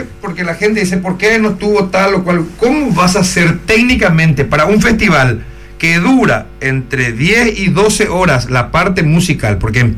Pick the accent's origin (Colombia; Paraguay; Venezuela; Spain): Paraguay; Luque, Central